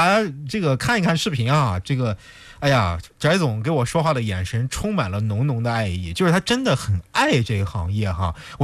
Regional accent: Shandong, China; 不只是咱们山东，因为也是农业大省啊，这个产粮的主产区

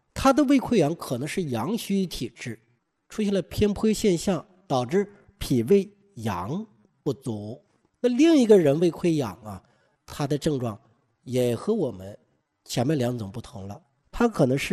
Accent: China; 因为我们中国人就爱补，就喜欢补肾，

